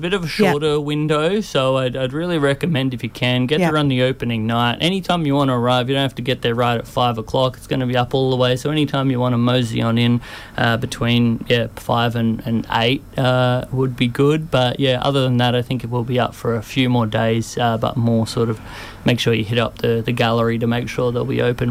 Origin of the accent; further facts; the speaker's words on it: Brisbane, Queensland, Australia; moved away; I still consider Brisbane my hometown, despite, you know, living up there these days.